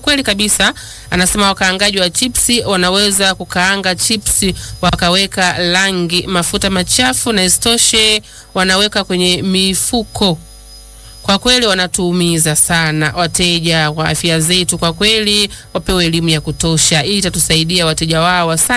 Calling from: Chato, Geita, Tanzania; natokea Mwekako Chato.

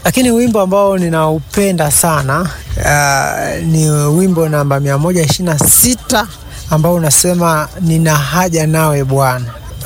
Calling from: Mbeya, Tanzania; natokea Mbeya.

